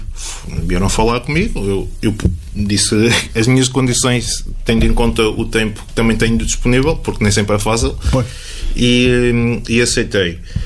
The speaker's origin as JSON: {"language": "Portuguese", "town": "Vozela", "region": "Centro", "country": "Portugal", "tie": "born or raised there", "said": "Já não moro em Vozela, é verdade, mas estive em Vozela há 30 anos. Cresci em Vozela, tenho os meus amigos em Vozela, tenho a família em Vozela."}